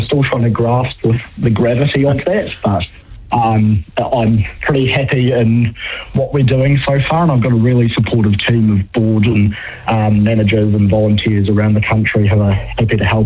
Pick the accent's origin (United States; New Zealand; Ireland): New Zealand; Dunedin, Otago; I'm from Dunedin, so it's much warmer up here in Raglan. Down south, it's a bit colder, but no, Raglan's tropical to me.